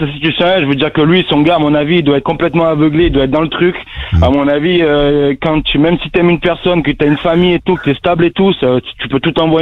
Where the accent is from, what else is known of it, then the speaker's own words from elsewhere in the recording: Provence-Alpes-Côte d'Azur, France; Moi, je suis du Vaucluse, mais en fait, il fallait que je coupe tout, quoi.